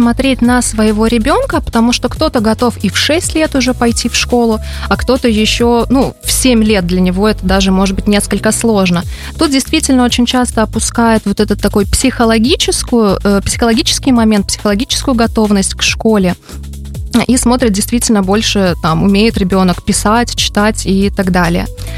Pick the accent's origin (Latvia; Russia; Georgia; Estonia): Latvia; now in Cyprus; Вообще я из Латвии, так что на Кипре я у нас новенькая.